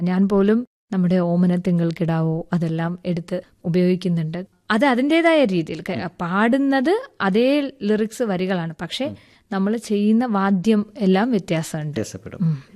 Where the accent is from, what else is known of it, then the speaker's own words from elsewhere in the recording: Kerala, India; അപ്പൊ ഞാൻ മാത്രമേ മലയാളിയുള്ളൂ.